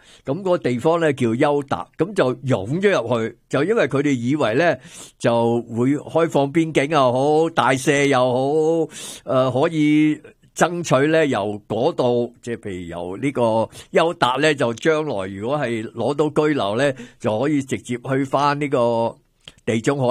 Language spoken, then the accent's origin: Cantonese; Canada; 我哋话我哋都加拿大人最近先认识一个国家叫摩洛哥啊